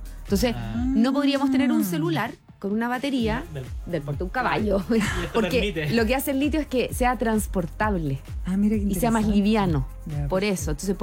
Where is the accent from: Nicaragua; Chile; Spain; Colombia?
Chile; somos tanto chilenos